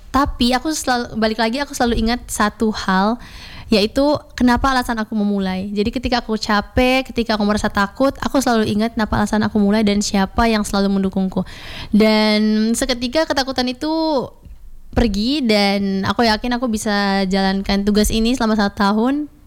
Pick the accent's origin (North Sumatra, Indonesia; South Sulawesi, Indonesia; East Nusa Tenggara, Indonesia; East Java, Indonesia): East Nusa Tenggara, Indonesia; Karena aku besar di NTT